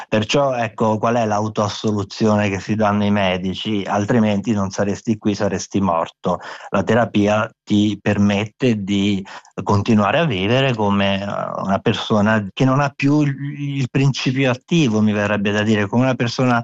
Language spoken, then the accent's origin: Italian; Abruzzo, Italy; born or raised there; first language Abruzzese dialect; Italian is a second language